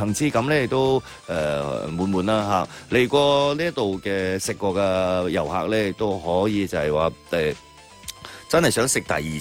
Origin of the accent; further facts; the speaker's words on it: Guangdong, China; 我哋老广舌尖上嘅海味盛宴啦。